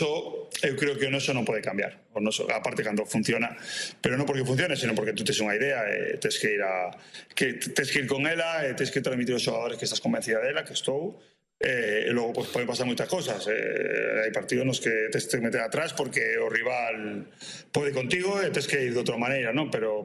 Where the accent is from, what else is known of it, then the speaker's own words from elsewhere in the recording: Ourense, Galicia, Spain; Non me podo comparar en ourensanismo a esa xente, pero son de Ourense, son ourensanista, obviamente, por lo que vivín. Eu iba con meu pai ao Couto nos 80.